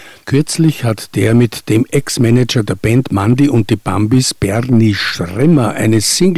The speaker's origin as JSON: {"language": "German", "region": "Vienna", "country": "Austria", "tie": "born or raised there", "moved": "as an adult", "lives_now": "Adelaide, Australia", "said": "Als Wiener freut es mich natürlich auch, dass meine Heimatstadt als zweitlebenswerteste Stadt der Welt bewertet wurde."}